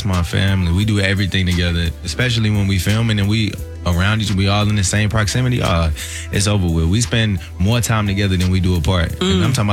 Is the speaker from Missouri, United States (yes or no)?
yes; St. Louis, Missouri, United States; my fellow St. Louis.